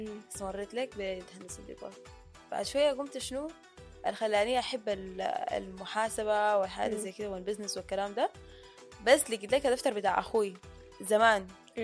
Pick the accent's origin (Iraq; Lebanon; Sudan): Sudan; زي مثلا عندنا في السودان لما حصلت حرب ما كان عندي اوبشن بتاع لا لا لا لا انا ما حقدر اغير بيتي ولا حقدر اطلع